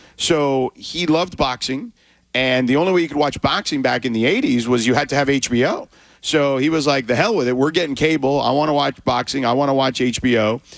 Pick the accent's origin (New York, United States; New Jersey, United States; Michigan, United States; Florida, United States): Florida, United States; But the one thing every park had where I grew up in Florida, they had clearly a baseball field, right?